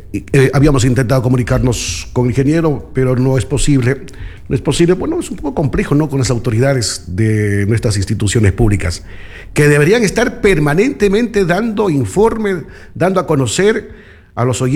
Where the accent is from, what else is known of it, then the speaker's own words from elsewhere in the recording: Ecuador; aquí hablo en el sector noroccidental y hablo de la parroquia Chuquibamba, mi tierra.